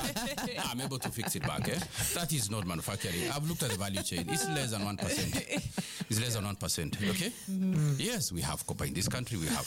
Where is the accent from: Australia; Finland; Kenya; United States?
Kenya